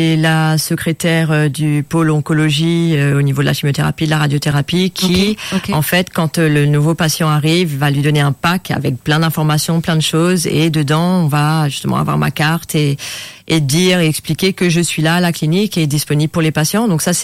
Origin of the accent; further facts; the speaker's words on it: France; now in Mauritius; Ouais, j'ai grandi en France, mais ça fait plus de 15 ans que je suis à Maurice.